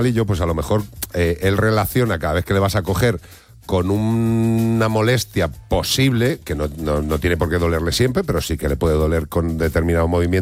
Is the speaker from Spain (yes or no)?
yes; Spain; Yo amo lo que tengo en mi país y me encanta, pero lo que te quiero decir es que aves de proximidad, en España tenemos aves de proximidad pequeñitas.